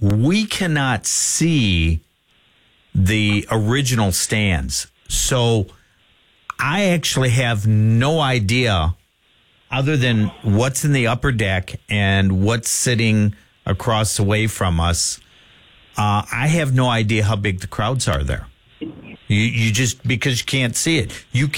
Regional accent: Wisconsin, United States; moved away; my hometown radio station up in Wisconsin

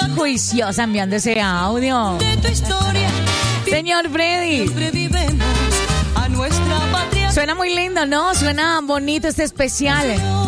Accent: Colombia; me encanta ese sonido que nos hace recordar que somos colombianos

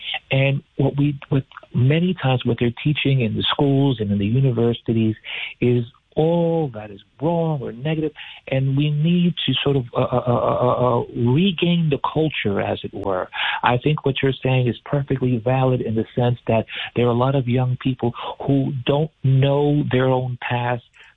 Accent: New York, United States; both as a New Yorker and as an American.

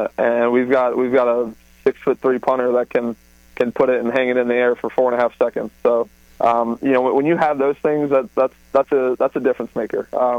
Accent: Delray Beach, Florida, United States; that's, 2.5-3 hours away from where I grew up in Delray Beach.

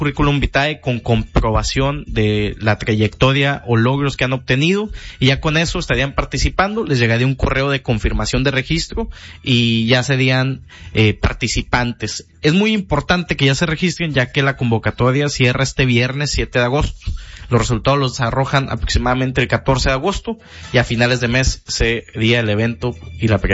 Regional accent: Piedras Negras, Coahuila, Mexico; Ya han habido casos de éxito de aquí, de Piedras Negras, que lanzaron su currículum y han sido seleccionados

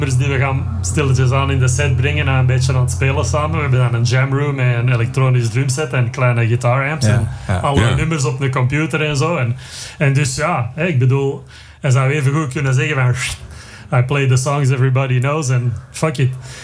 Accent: Flanders, Belgium; moved away; also born or lived in France (near Paris); Ik kom uit een klein dorpje buiten Antwerpen.

